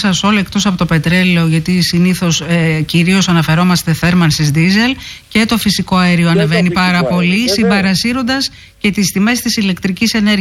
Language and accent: Greek; Kastoria, Western Macedonia, Greece; born there; moved away; Η Καστοριά είναι δίπλα, είναι η πατρίδα μου, παρεπιπτόντως.